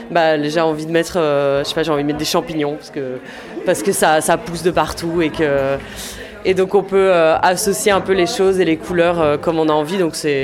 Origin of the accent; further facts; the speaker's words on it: Belgium; je suis belge et en Belgique, les scouts, c'est pas du tout le même rapport qu'en France